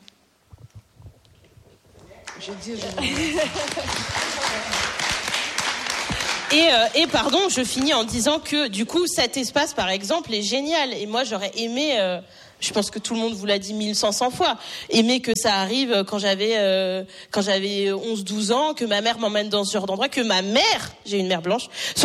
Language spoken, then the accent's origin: French; Châtel-Guyon, Auvergne-Rhône-Alpes, France; also born or lived in Riom; Je suis née à Rion, à côté de Clermont-Ferrand, et j'ai grandi dans des petits villages à Enza, à Chappes et à Châtel-Guyon, où mon père vit toujours.